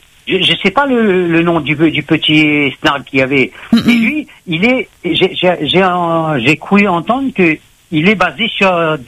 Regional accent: Réunion; now in France; Je suis natif de Dodane, je suis nativelle de Dodane.

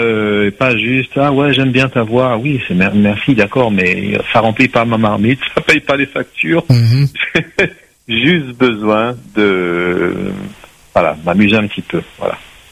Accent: Saint-Denis, France; Je suis de Saint-Denis, moi.

